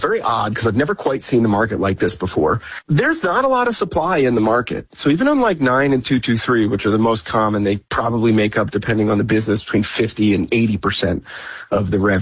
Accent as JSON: {"language": "English", "region": "Pennsylvania", "country": "United States", "tie": "born or raised there"}